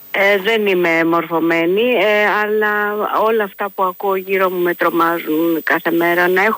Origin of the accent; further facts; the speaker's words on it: Argyroupoli, Attica, Greece; moved away as an adult; also born or lived in Nafpaktos; Το πατρικό μου σπίτι είναι στην Αργυρούπολη. Γιατί εκεί το έκανε ο μπαμπάς μου. Δεν είμαι από Αργυρούπολη, αλλά εκεί μεγάλωσα από παιδάκι.